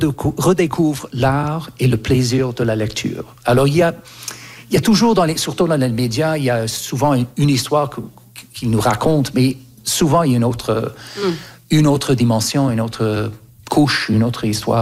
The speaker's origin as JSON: {"language": "French", "country": "Canada", "tie": "born or raised there", "said": "Moi, j'ai grandi au Canada et quand j'avais 4, 5, 6 ans, il y avait un bus"}